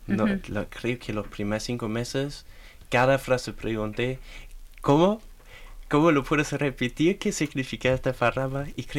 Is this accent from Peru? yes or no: no; Germany; Spanish is a second language; Mi segundo nombre es re largo y re alemán. Bueno … soy de Alemania y... tengo 16 años.